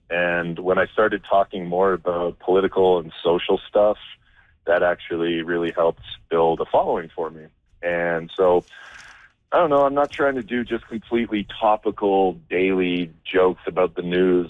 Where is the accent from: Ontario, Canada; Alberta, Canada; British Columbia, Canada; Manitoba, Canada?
Alberta, Canada; Edmonton; also born or lived in New York; I'm from Edmonton, born and raised in Edmonton